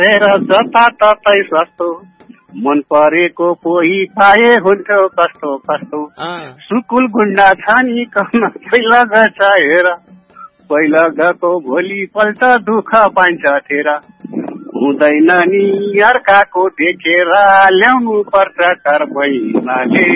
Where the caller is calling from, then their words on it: Kageshwari Manohara, Bagmati, Nepal; म यहाँ Kageshwari Manahara ward number 4